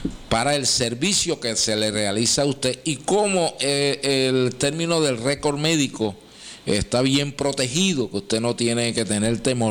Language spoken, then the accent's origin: Spanish; Sabana Grande, Puerto Rico; y soy de Sabana Grande, yo puedo ir al hospital de Sabana Grande